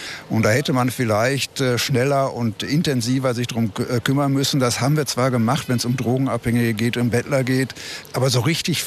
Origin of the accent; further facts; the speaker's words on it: Dortmund, North Rhine-Westphalia, Germany; Ich bin Dortmunder und bleibe Dortmunder, ja.